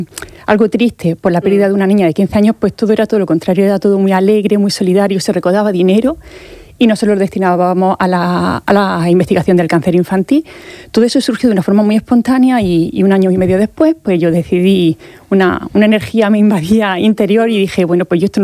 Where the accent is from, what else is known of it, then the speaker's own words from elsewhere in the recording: Molina, Region of Murcia, Spain; En Molina, que nosotros somos de Molina, así que también invitamos a todos los colegios de Molina que nos acompañen.